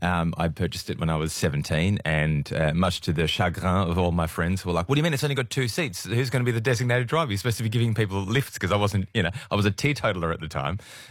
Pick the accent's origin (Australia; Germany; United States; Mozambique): Germany; Always. I grew up in Germany and I think one of the first words was BMW or BMW.